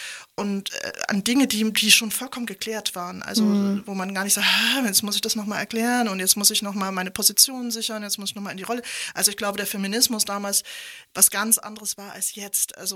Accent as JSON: {"language": "German", "region": "eastern Germany", "country": "Germany", "tie": "born or raised there", "said": "Ich bin ja im Osten groß geworden, also die ganzen Mütter haben gearbeitet, also bis auf, was weiß ich, 5%."}